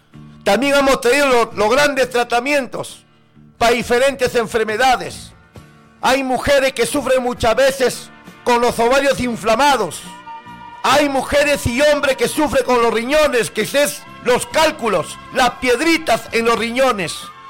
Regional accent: northern Peru, Peru; Yo soy norteño.

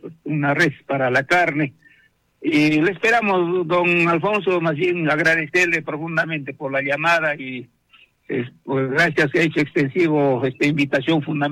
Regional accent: Peru; todos los que somos hijos de Coypapampa vamos a llevar la retama.

